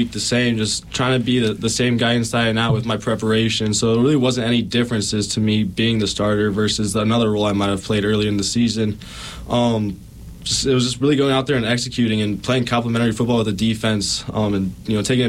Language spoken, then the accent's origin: English; Muskegon, Michigan, United States; moved away as an adult; now in Virginia, United States; So I'm from Muskegon, Michigan originally.